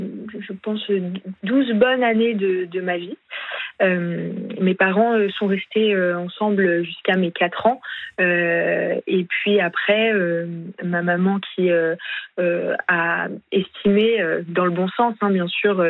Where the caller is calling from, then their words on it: Paris, Île-de-France, France; J'habite à Paris.